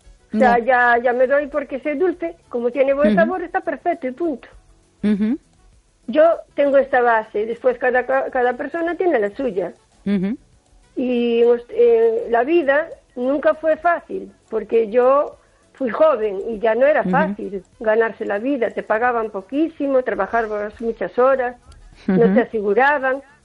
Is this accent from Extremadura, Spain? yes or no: no; O Carballiño, Galicia, Spain; la de Carballiño.